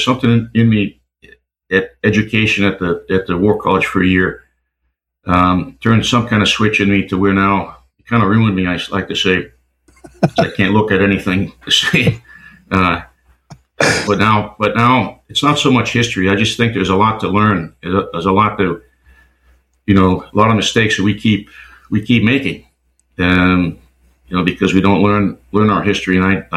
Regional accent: Maine, United States; moved away as an adult; I grew up in Southern Maine, which in a town that was founded in 1643.

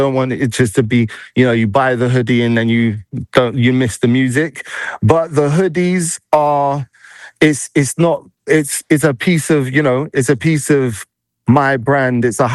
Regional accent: London, United Kingdom; where I grew up in London. So if anyone knows where Harlesden Stonebridge is in NW10, that's my area.

